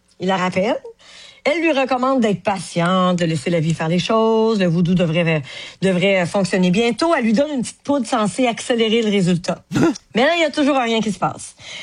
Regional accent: Quebec, Canada; chez nous, au Québec.

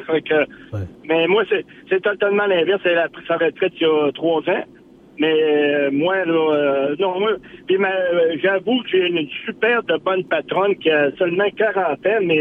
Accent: Quebec, Canada; Moi, je suis originaire de Charlevoix.

